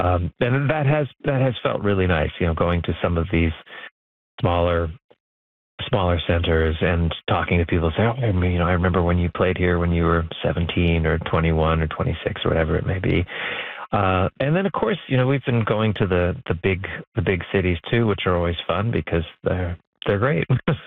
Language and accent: English; Brandon, Manitoba, Canada; I mean, I grew up in Brandon, Manitoba, which is a very, very musical place. But of course, it's pretty isolated, and it's not on the typical international touring route for musicians.